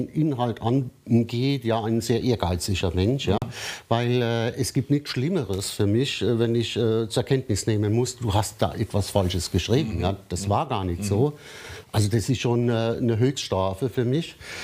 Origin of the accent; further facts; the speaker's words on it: Rhineland-Palatinate, Germany; Ich bleibe in der Heimat.